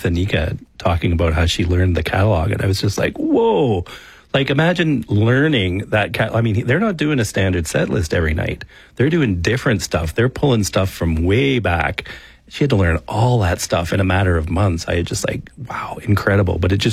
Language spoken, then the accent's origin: English; Canada